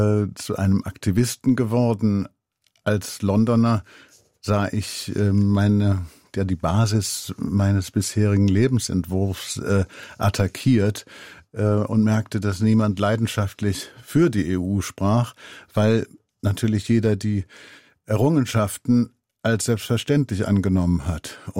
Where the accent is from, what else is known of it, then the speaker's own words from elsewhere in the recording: Remscheid, North Rhine-Westphalia, Germany; ich habe in meiner Heimatstadt Remscheid vor 2-3 Jahren viel fotografiert.